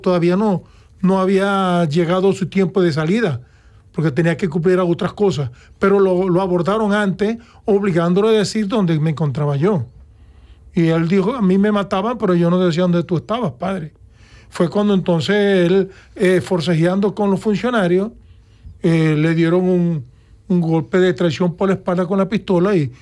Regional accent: Venezuela; moved away as an adult; now in Toledo, Spain; Huí de mi país porque yo soy oficial de la Fuerza Armada de Venezuela

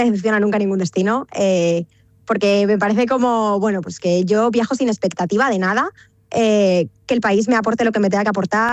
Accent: Guadalajara, Castilla-La Mancha, Spain; Sí, me he venido hoy, yo soy de Guadalajara, pero bueno, me he venido hoy a pasar aquí

